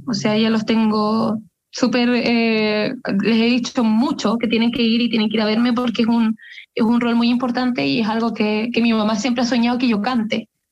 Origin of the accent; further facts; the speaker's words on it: Coquimbo, Chile; moved away; Y algo que también tengo muy pendiente es poder cantar en mi región, que es Coquimbo